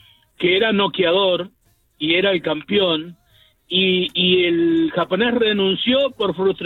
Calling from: Uruguay; Yo soy de Uruguay

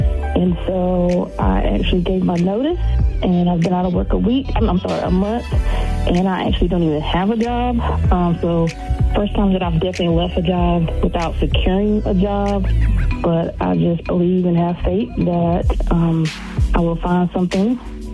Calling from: Raleigh, North Carolina, United States; calling from Raleigh, North Carolina.

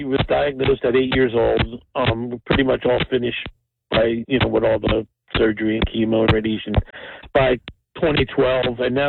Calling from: Brick, New Jersey, United States; I retired in 2005, and I've been in Brick ever since.

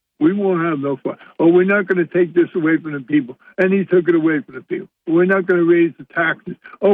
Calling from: Jefferson, New York, United States; I'm calling from Jefferson, New York.

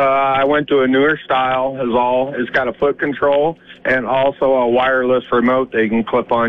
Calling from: Randolph, Nebraska, United States; from Randolph, Nebraska.

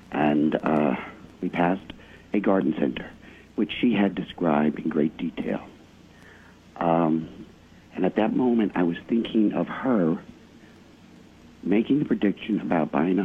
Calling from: New Jersey, United States; I'm calling from New Jersey.

